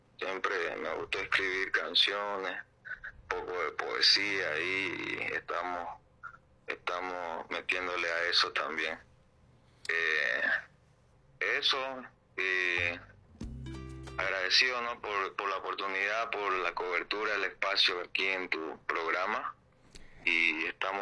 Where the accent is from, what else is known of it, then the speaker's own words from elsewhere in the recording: Santa Cruz de la Sierra, Santa Cruz, Bolivia; Soy cantautor boliviano